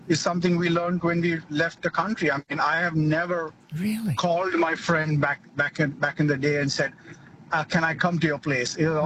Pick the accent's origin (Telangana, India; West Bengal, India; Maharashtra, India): Maharashtra, India; Mumbai; but we grew up in Mumbai, and Mumbai, you just pop in.